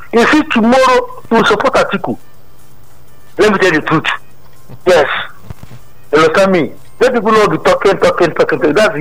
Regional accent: Port Harcourt, Rivers, Nigeria; I grew up in Port Harcourt. It's 1993.

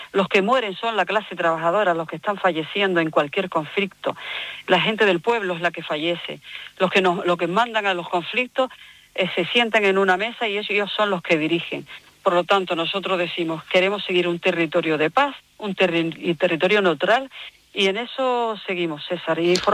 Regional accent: Canary Islands, Spain; Canarias siempre hemos sido un pueblo pacífico

